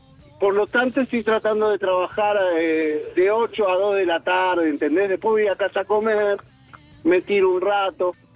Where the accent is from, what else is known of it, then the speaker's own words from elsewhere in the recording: Ciudadela, Buenos Aires Province, Argentina; Yo tengo mis amigos de la secundaria. Yo soy de Ciudadela, loco.